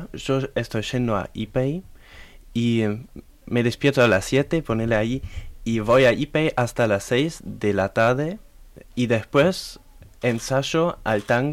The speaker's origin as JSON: {"language": "Spanish", "country": "Germany", "second_language": "Spanish", "said": "Mi segundo nombre es re largo y re alemán. Bueno … soy de Alemania y tengo 16 años."}